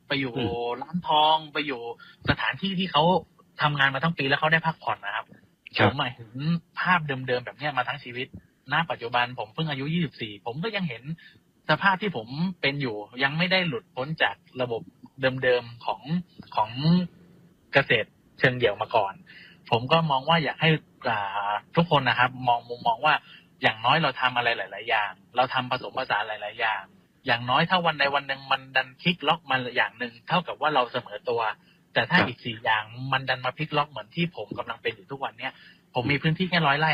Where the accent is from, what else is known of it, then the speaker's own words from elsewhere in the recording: Chumphon, Thailand; ผมเป็นคนชุมพรคนนึงที่เราอยู่ในยุคที่ผ่านพ้นเรื่องราวทั้งหมดมาแล้ว